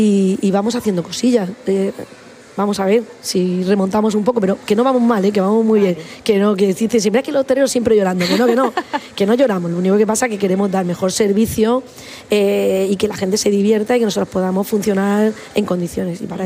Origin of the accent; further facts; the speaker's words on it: Cartagena, Region of Murcia, Spain; Yo soy cartagenera